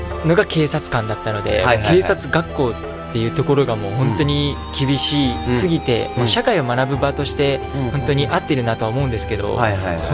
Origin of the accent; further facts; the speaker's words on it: Aichi, Japan; 地元が愛知県ですね。